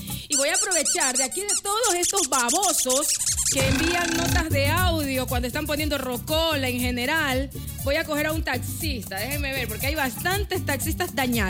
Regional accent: Guayaquil, Guayas, Ecuador; Es verdad que soy guayaquileña, pero solo conozco parte del norte.

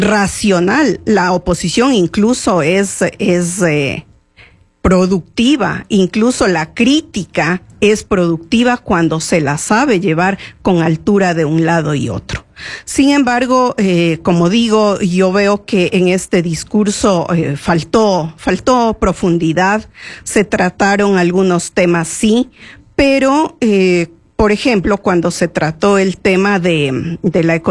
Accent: Ecuador; nosotros como ecuatorianos siempre estamos con el pendiente de aquello

